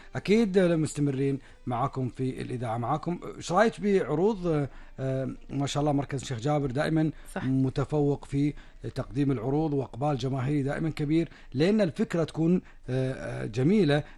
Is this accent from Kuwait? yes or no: yes; Kuwait; من أخبارنا في ديرتنا الحبيبة الكويت